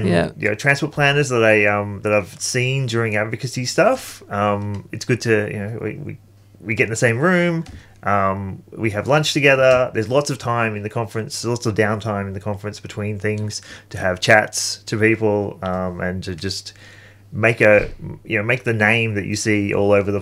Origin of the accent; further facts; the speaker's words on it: Melbourne, Victoria, Australia; I grew up in Collingwood